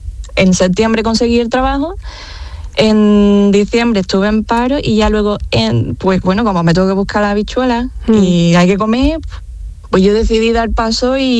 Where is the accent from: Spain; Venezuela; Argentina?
Spain; Seville, Andalusia; now in Belgium; Soy de Sevilla, capital.